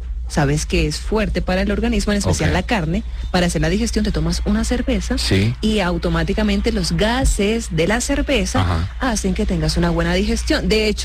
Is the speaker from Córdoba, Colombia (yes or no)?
no; Barranquilla, Atlántico, Colombia; born there; moved away as an adult; now in Bogotá, Colombia; Nací en la ciudad de Barranquilla, La Arenosa, la Puerta de Oro de Colombia, una costeña divertida, divina, preciosa.